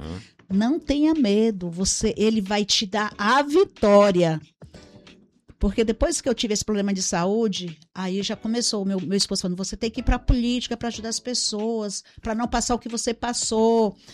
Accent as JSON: {"language": "Portuguese", "region": "Roraima", "country": "Brazil", "tie": "born or raised there", "also_born_or_lived": "Tocantins", "said": "Eu sou natural de... Tocantins. Né? Quando eu nasci ainda era Goiás, mas aí nós tivemos essa mudança, então eu sou natural de Tocantins, mas moro em Roraima já desde os 5 anos de idade, então já tenho meu coração macuxi."}